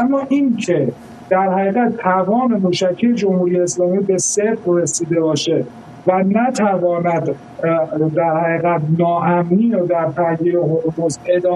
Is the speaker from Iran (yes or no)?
yes; Iran; من به عنوان یک ایرانی